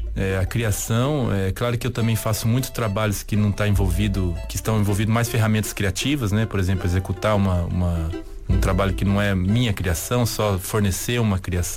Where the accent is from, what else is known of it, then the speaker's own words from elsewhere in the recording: Amazon, Brazil; mistura de ser skatista, de ser pintor, de ser do interior da Amazônia, de viver aqui, de trabalhar como um artista, viver disso.